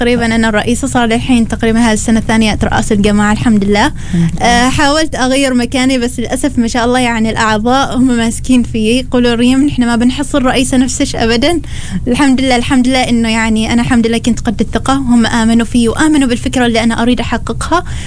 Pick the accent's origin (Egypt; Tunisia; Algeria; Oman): Oman; كيف نحن كعمانيين